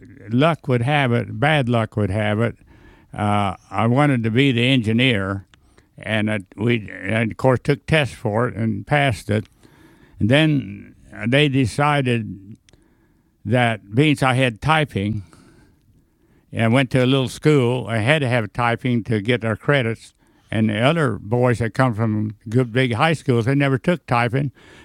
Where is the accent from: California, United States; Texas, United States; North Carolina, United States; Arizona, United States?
Texas, United States; Dalhart